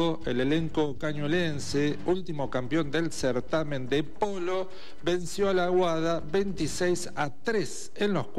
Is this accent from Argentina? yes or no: yes; Cañuelas, Buenos Aires Province, Argentina; Esta obra que también esperamos los cañuelenses que se pudiera realizar